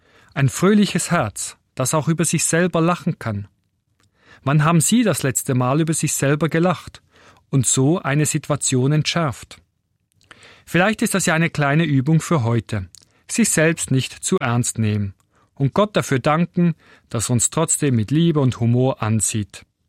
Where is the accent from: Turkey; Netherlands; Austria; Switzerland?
Switzerland; moved away as an adult; now in Mittweida, Germany; Als Schweizer, der damals erst kurz in Deutschland lebte